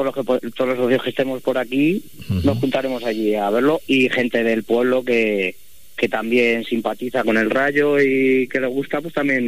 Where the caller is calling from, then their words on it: Mota del Cuervo, Castilla-La Mancha, Spain; Somos de allí, de Mota, los que nos juntamos.